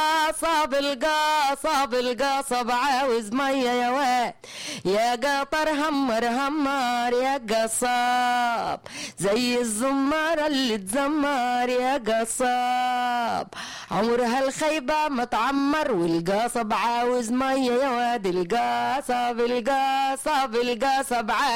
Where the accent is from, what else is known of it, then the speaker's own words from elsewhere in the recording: Egypt; شعبي اللي بحبه، الشعب المصري وبلدي